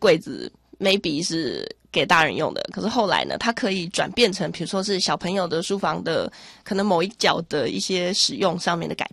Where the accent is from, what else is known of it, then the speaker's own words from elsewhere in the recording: Taiwan; 我们台湾人很不爱丢家具